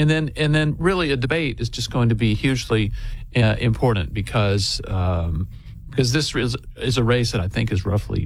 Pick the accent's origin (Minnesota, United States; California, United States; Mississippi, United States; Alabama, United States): Alabama, United States; Yeah, and you know, and I hear, I'm from Alabama, but I hear there's a lot of football in Michigan, you know, big stadiums.